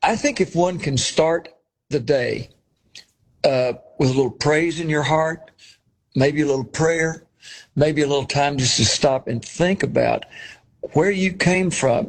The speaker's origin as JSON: {"language": "English", "country": "Ireland", "said": "Well, she was, I'm Irish too. … on our mother's side."}